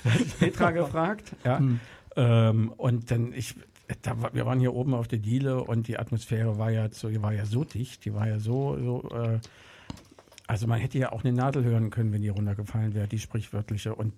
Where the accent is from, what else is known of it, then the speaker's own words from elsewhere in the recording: Jena, Thuringia, Germany; ich bin ja in Jena groß geworden